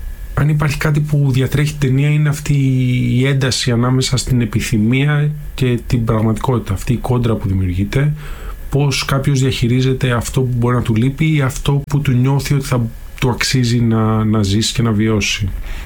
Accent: Greece; ως Έλληνες

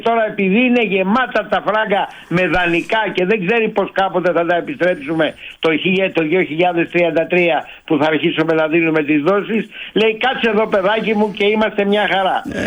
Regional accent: Chios, North Aegean, Greece; Ηχείος είναι η πατρίδα μου.

